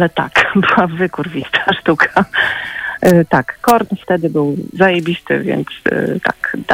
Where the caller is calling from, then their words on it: Warsaw, Masovian Voivodeship, Poland; Warszawa.